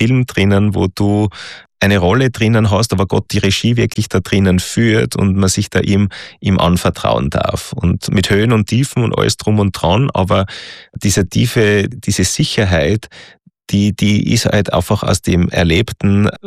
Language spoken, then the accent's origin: German; Austria